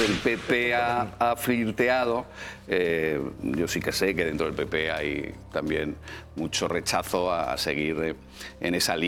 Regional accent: Aragon, Spain; Yo soy de Aragón

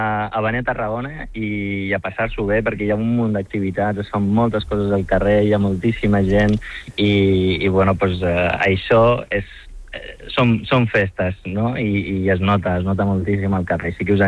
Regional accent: Morocco; Catalan is a second language; jo vinc al nord del Marroc

